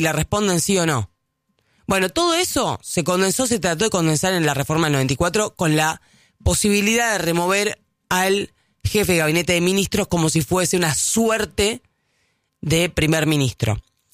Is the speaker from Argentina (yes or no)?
yes; Argentina